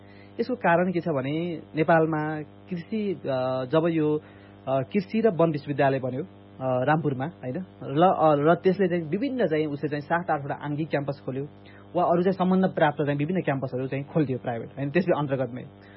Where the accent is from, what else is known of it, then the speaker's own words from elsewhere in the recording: Mugu, Karnali Province, Nepal; moved away; म हिमाली जिल्लाको मान्छे होइन, मेरो घर चाहिँ मुगु हो, म चाहिँ कर्णाली प्रदेशबाट त्यहाँ छु।